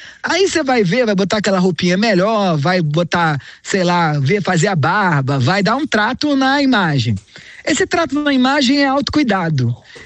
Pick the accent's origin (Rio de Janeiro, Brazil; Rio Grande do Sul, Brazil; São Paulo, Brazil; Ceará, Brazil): Rio de Janeiro, Brazil; Eu venho de uma cidade, né? Eu sou carioca.